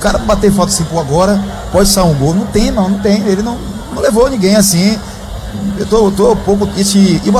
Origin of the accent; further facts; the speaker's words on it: Brazil; eu sou brasileiro